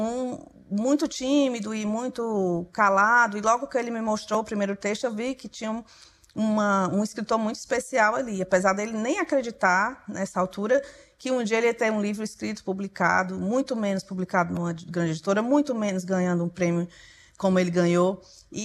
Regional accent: Brazil; para nós brasileiros

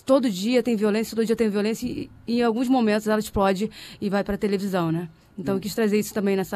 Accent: Rio de Janeiro, Brazil; eu sou nascida e criada no Complexo do Alemão

